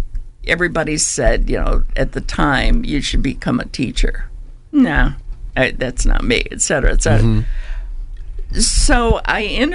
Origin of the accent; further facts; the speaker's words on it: Akron, Ohio, United States; born there; also born or lived in Greece; I was just a little kid, about four years old, when my mom and my brother joined my dad and my other two brothers. And they came to Akron because of the rubber factories.